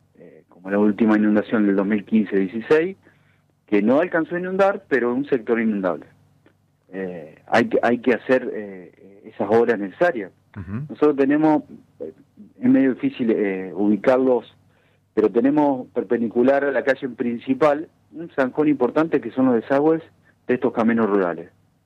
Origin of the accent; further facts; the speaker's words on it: Gaboto, Santa Fe, Argentina; yo soy un presidente joven, nacido, nativo de mi pueblo